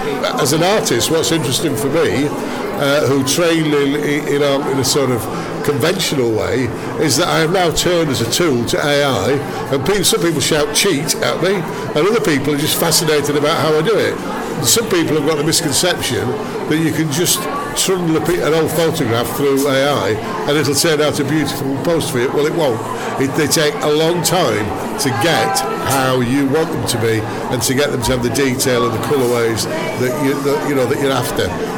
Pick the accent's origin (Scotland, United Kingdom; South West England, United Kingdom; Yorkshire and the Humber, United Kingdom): Yorkshire and the Humber, United Kingdom; Dewsbury; moved away; Born and bred in Dewsbury, and I'm 70 next week. I went to Wilrack Grammar School, four boys